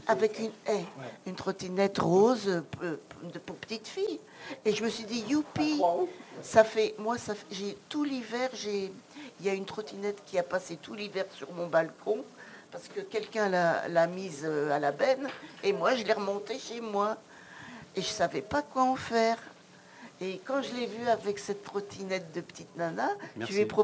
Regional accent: France; depuis que je suis née, ici, depuis que je vis en France, depuis que j'ai grandi

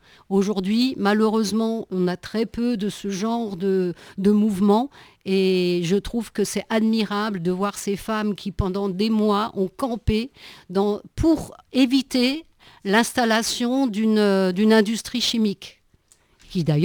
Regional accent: Grand Est, France; born there; moved away; also born or lived in Paris; je suis née en Alsace. À l'époque, non, je n'ai pas milité, mais j'ai aujourd'hui, que je suis revenue en Alsace

